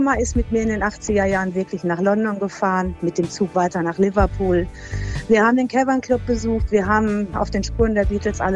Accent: Kirchhundem, North Rhine-Westphalia, Germany; Ja, hallo … ich komme aus Kirchhundemarmeke und ich läute heute den Feierabend ein.

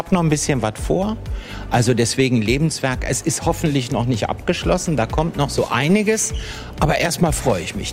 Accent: Recklinghausen, North Rhine-Westphalia, Germany; Ich bin ja quasi hier in Spuckweite in der Nähe aufgewachsen, geboren

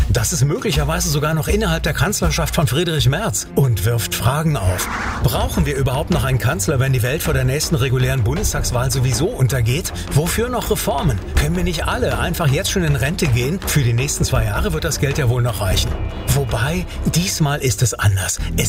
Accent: Germany; wir als Deutsche

